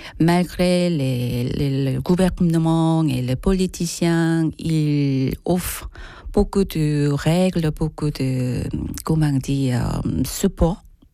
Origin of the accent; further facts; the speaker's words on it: Seoul, South Korea; French is a second language; moved away as an adult; now in France; je suis sud-coréenne, je viens de la Séoul.